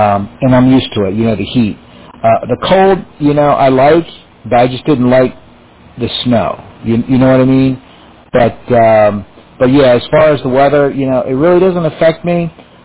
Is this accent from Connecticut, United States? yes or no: no; Bucks County, Pennsylvania, United States; moved away as an adult; also born or lived in Washington, D.C.; now in Florida, United States; I've only moved down here in this state in 2018. Both my wife and I are from Pennsylvania. My wife is from Lancaster. I'm from Bucks County.